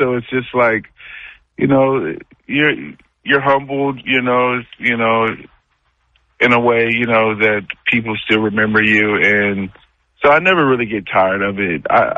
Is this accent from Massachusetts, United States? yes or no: yes; Boston, Massachusetts, United States